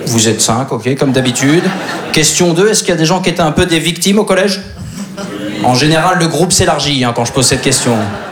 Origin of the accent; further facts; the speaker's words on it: Normandy, France; Alors moi je suis originaire de Basse-Normandie.